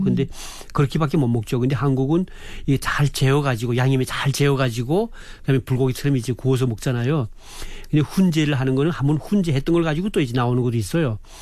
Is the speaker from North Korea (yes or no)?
yes; North Korea; now in South Korea; 아마 우리 탈북민들이 그때 가면 북한에 음식점 식당들은 거의 다 독점할 거예요.